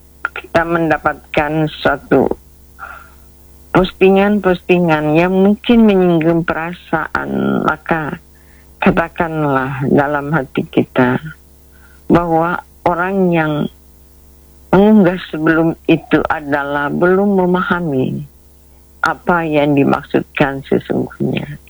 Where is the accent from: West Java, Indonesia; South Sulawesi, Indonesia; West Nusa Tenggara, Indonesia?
South Sulawesi, Indonesia; Ya, ini juga sejalan dengan falsafah hidup kita sebagai ya orang Bugis.